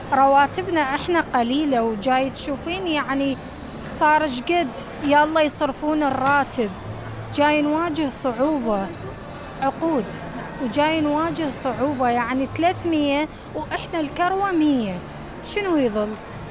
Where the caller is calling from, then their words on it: Iraq; احنا الوضع صار عندنا بالعراق